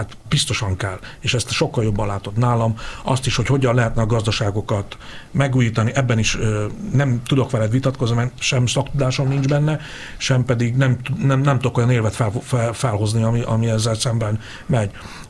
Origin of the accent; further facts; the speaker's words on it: Hungary; vidéken születtem, ebben nőttem fel